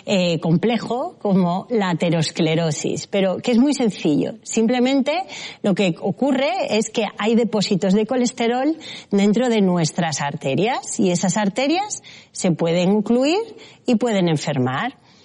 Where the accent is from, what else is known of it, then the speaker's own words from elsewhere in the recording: Asturias, Spain; Soy asturiana y como buena asturiana